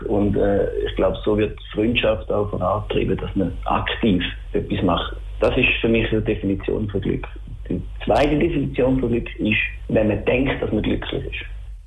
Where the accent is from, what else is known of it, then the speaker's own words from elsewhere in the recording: Schaffhausen, Switzerland; accent: Schaffhausisch; Ja, lass mal mein Dialekt, das ist immer noch Schaffhausisch.